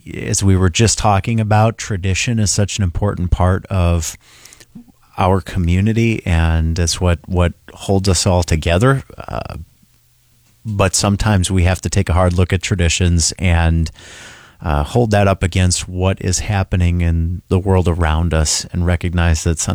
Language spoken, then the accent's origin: English; Appleton, Wisconsin, United States; I grew up in Appleton, and so grew up coming to this parade